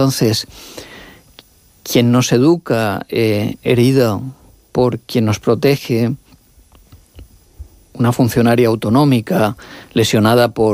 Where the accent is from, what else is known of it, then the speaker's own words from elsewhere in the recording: Alicante, Valencian Community, Spain; Y soy alicantino, o sea, valenciano.